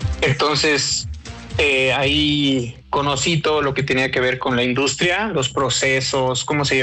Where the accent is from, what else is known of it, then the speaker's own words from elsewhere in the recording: Michoacán, Mexico; pues yo soy originario de Michoacán.